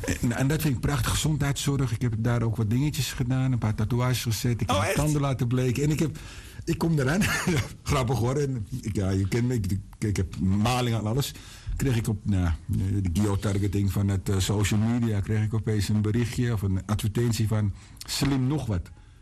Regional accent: Bangkok, Thailand; Amsterdam is natuurlijk absoluut mijn nummer 1. Maar ik kom uit Bangkok.

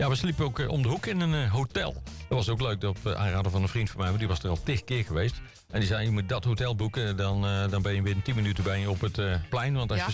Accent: Netherlands; We zijn Nederlanders, hè?

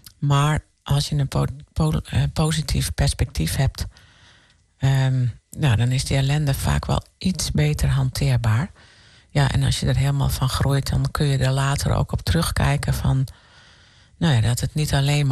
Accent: Netherlands; accent: northern; Mensen zouden niet denken aan mijn tongval. Ik heb een noordelijke tongval, maar ik woon nu helemaal in Noord-Brabant. Vlakbij Eindhoven.

